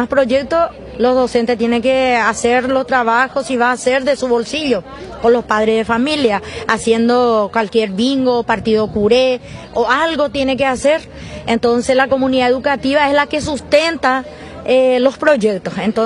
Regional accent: Canindeyú, Paraguay; Nosotros vinimos de Canindeyo y de distintas regiones vienen los compañeros

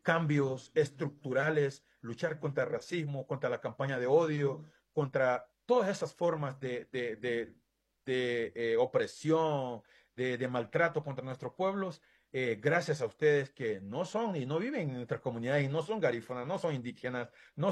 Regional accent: Iriona, Colón, Honduras; born there; moved away as an adult; also born or lived in United States; yo nací allá en Iriona

